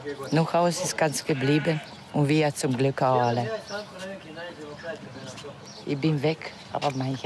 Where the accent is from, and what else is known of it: Bosnia & Herzegovina; born or raised there; German is a second language